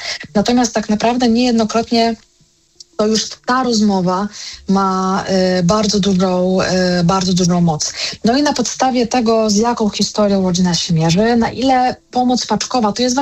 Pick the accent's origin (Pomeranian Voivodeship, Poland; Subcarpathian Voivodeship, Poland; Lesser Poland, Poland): Lesser Poland, Poland; Kraków; Ojeju, ja jestem z Krakowa i mogłoby się wydawać, że Kraków to jest takie z pewnością jedno z zamożniejszych miast.